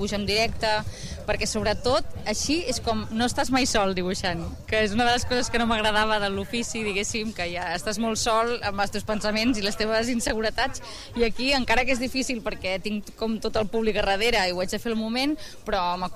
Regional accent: Martorell, Catalonia, Spain; jo soc de Martorell

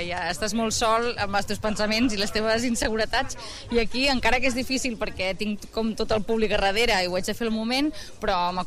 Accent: Martorell, Catalonia, Spain; Bueno, jo soc de Martorell, llavors ja...

